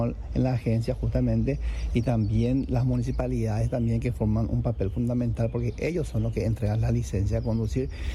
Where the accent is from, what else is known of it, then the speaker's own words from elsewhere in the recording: Paraguay; sabemos, como paraguayo, ¿verdad?, que se recuerda. Más de 2 millones de paraguayos que van a Cacupé